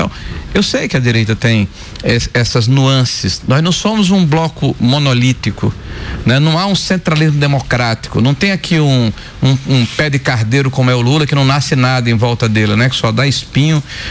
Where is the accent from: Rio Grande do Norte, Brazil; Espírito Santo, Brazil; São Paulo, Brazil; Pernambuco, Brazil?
Rio Grande do Norte, Brazil; O cidadão que mora no interior, Jucurutu, lá do meu estado, um abraço para Jucurutu.